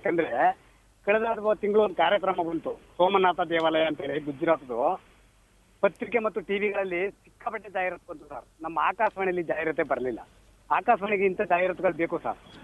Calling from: Karnataka, India; ನಾನು ನಂಜೂರಿಂದ

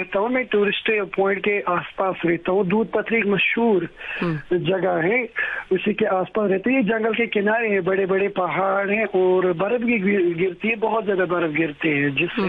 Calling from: Budgam, Jammu and Kashmir, India; जिला बड़गांव में हमारा गांव पड़ता है

